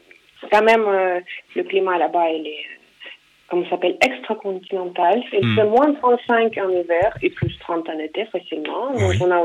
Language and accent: French; Siberia, Russia; French is a second language; moi je viens de Sibérie.